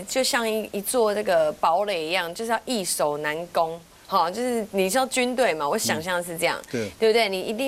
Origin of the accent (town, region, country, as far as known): Taiwan